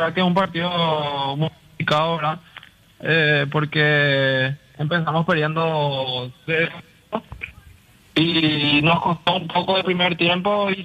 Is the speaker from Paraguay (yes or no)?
yes; Asunción, Paraguay; soy de Asunción.